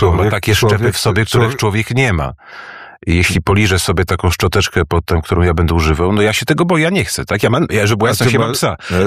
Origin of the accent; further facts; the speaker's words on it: Warsaw, Masovian Voivodeship, Poland; Chodzę, ja lubię Warszawę. Jestem stąd. Urodziłem się tutaj i pewnie tutaj zejdę z tego świata.